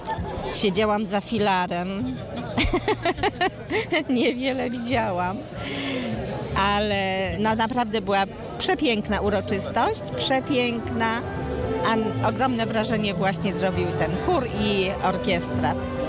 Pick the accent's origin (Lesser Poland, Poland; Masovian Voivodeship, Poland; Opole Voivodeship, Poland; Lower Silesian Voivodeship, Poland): Lower Silesian Voivodeship, Poland; Oleśnica; also born or lived in Wrocław; now in Borowa, Poland; Pochodzę z Oleśnicy, mieszkałam we Wrocławiu. A na stałe teraz już znalazłam swoje miejsce z rodziną właśnie w takiej małej miejscowości Borowa. Borowa Oleśnicka